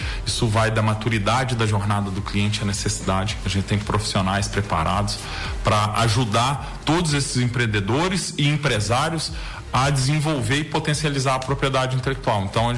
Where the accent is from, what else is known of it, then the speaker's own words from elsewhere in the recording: Minas Gerais, Brazil; Sou de Minas.